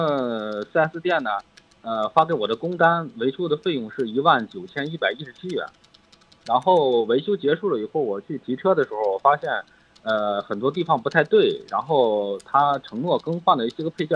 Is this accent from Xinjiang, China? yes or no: yes; Xinjiang, China; now in Guangzhou, China; 我老家新疆的呀。